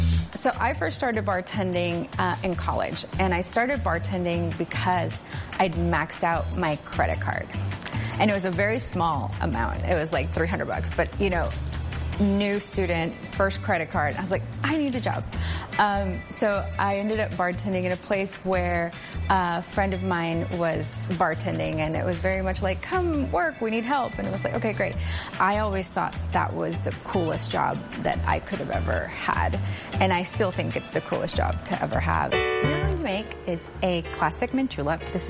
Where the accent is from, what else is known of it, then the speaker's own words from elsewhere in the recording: Monterrey, Nuevo León, Mexico; now in United States; I am from Monterrey, Nuevo León, and my family also comes from San Luis Potosí, what is probably the northern-ish part of Mexico.